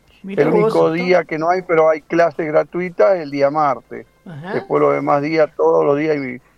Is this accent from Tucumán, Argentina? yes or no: no; San Juan, Argentina; born there; moved away as an adult; now in Ushuaia, Argentina; Acá yo llevo 40 años, yo soy nacido en San Juan y me vine por una situación económica